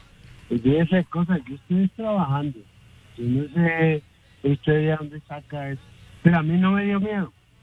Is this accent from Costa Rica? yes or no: no; Ibagué, Tolima, Colombia; also born or lived in Girardot; Vivía ya harto tiempo. Soy de Ibagué.